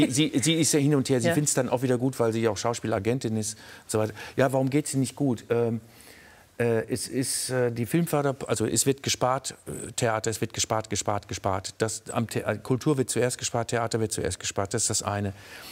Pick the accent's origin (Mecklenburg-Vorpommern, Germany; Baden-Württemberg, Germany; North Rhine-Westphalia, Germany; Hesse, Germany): North Rhine-Westphalia, Germany; Und zu der Zeit war es eben so, ich komme aus dem Ruhrgebiet, und ich habe in der Zeit damals die Umrisse der Sonne nicht gesehen und auch keinen Sternenhimmel, kannte ich nicht.